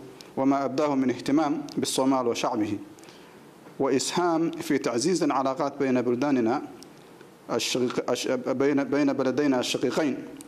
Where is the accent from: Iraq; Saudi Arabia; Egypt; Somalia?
Somalia; لقد عاصرته فترة الرئاسة لجمهورية الصومال في مرحلة كانت بلادنا تمر فيها بظروف بالغة الصعوبة